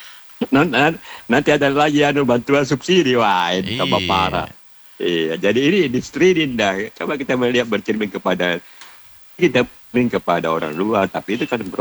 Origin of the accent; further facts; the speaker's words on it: South Sulawesi, Indonesia; Ya, tetapi saya selaku orang Selatan tetap ingat-ingat PSM.